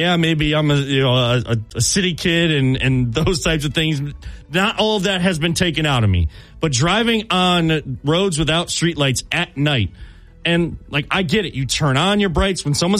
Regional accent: Cleveland, Ohio, United States; I'm from Cleveland on Twitter, on X.

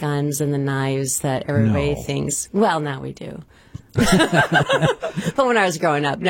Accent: St. Louis, Missouri, United States; also born or lived in Florida; now in Ste. Genevieve, United States; I'm originally from St. Louis, and I was living in Florida, and I thought I wanted to be closer to family and friends, but I love being in a small town

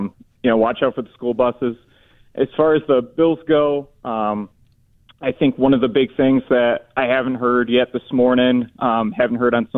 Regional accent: New York, United States; I grew up in Cayuga County.

